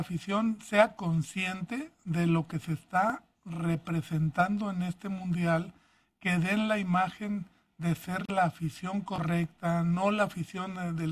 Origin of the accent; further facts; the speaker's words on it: Mexico; así somos los mexicanos, tenemos que nombrarlo.